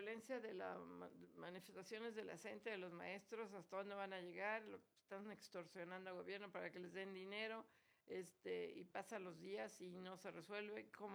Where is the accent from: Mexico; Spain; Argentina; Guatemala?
Mexico; porque nosotros estamos aquí, somos los mexicanos los que usamos esto.